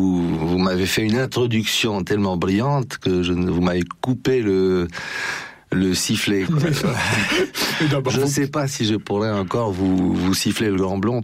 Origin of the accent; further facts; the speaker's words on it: Bucharest, Romania; French is a second language; moved away as an adult; now in France; Je suis né à Bucarest, voilà, je suis d'origine roumaine, et je suis arrivé en France à 22 ans.